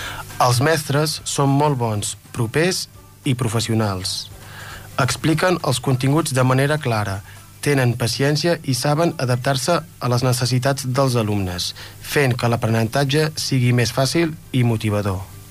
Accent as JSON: {"language": "Catalan", "town": "Vic", "region": "Catalonia", "country": "Spain", "said": "Bona tarda … soc de Vic"}